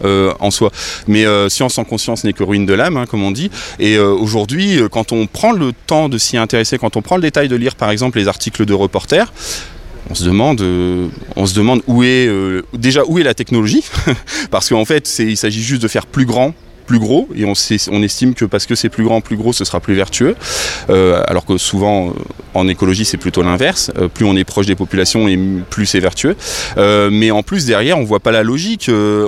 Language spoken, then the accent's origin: French; Oisille-le-Verger, Hauts-de-France, France; also born or lived in Douai; je suis né à Douai, mais j'ai fait de 6 ans à 22 ans à Oisille-le-Verger, j'ai habité ici, donc je connais bien, c'est ma coin, comme on dit.